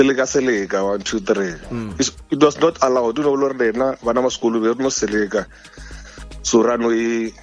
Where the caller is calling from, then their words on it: South Africa; I'm calling from Letsogwane.